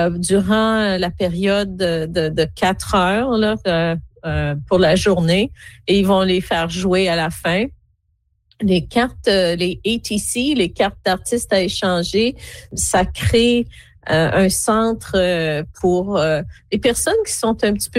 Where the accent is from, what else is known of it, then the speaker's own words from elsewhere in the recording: Quebec City, Quebec, Canada; now in Ontario, Canada; la maison où j'ai grandi à Cap-Rouge dans les années 70.